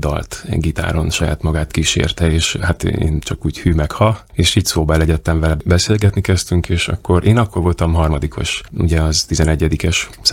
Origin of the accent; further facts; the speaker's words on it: Remetea, Harghita, Romania; also born or lived in Gheorgheni (Gyergyószentmiklós); now in Budapest, Hungary; Öcsém otthon is él Gyergyóremetén, ahol a szüleim. Gyergyószent Miklóson születtem, de ott nőttem fel Gyergyóremetén, ez 18 kilométerre van, ugye.